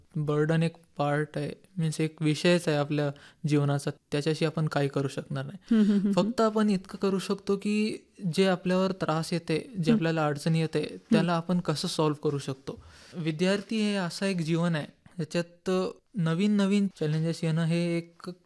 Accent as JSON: {"language": "Marathi", "town": "Nanded", "region": "Maharashtra", "country": "India", "said": "मी नांदेडचाच आहे."}